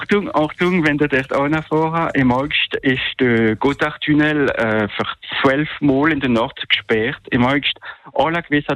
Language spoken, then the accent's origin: German; Grand Est, France